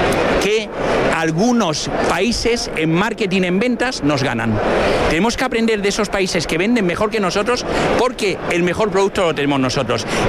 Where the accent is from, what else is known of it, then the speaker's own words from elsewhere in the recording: Region of Murcia, Spain; yo soy murciano